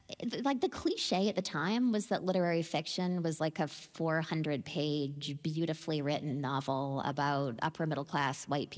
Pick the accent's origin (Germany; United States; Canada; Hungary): Canada; Denman Island, British Columbia; born or raised there